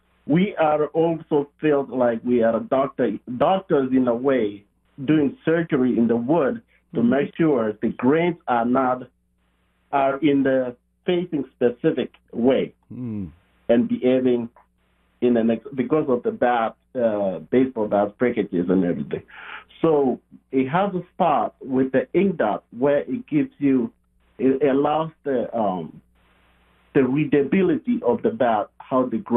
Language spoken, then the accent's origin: English; Rift Valley, Kenya; I'm originally from Kenya.